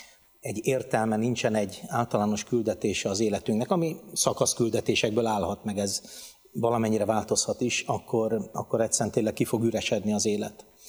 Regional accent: Budakalász, Pest, Hungary; nem messze onnan nőttem fel, Budakalászon

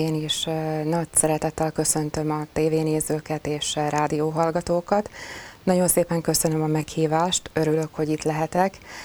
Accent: Kicsind, Nitra Region, Slovakia; also born or lived in Nové Zámky (Érsekújvár) / Štúrovo (Párkány) / Czech Republic; ebedi születésű, szintén Párkány mellett található község. 5 éves koromban kerültem tulajdonképpen Kicsindre, ugyanis akkor költöztünk át anyai nagymamámhoz. És tehát 5 éves koromtól Kicsinden élek.

